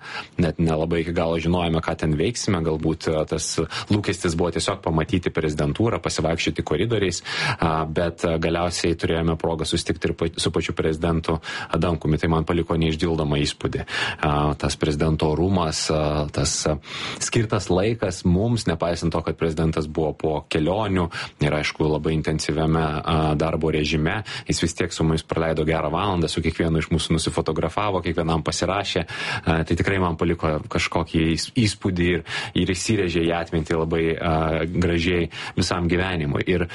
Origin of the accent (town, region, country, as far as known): Vilnius, Vilnius County, Lithuania; born or raised there